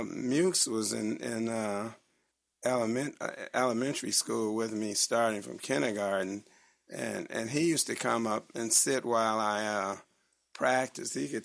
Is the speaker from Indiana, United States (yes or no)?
yes; Gary, Indiana, United States; I was born and raised in Gary, Indiana, and I went to Frable High School, Pulaski Middle School, and elementary school, and Frable High School, graduated from there here in Gary